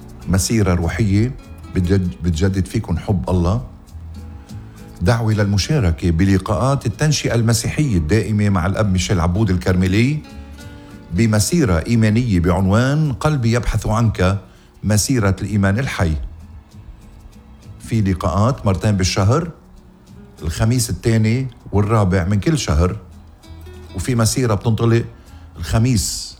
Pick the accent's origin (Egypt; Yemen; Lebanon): Lebanon; نحن كلنا لبنانية، كليتنا لبنانية